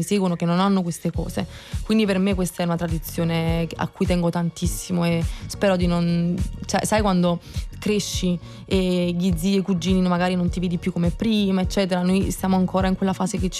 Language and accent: Italian; Paestum, Campania, Italy; also born or lived in Naples; avendo vissuto tutta la mia infanzia a Pestum